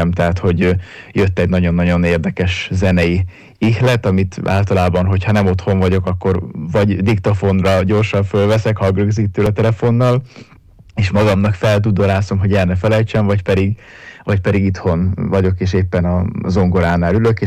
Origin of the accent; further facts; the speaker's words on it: Felvidék, Slovakia; moved away; felvidéki származású vagyok